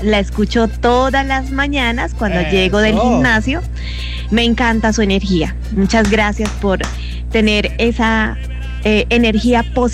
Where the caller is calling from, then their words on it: San Gil, Santander, Colombia; desde mi pueblito lindo, San Gil, Santander.